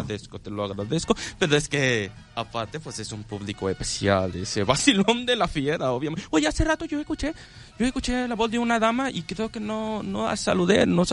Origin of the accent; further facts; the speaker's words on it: Tlaxcala, Mexico; Ah, pero es porque vine de Tlaxcala.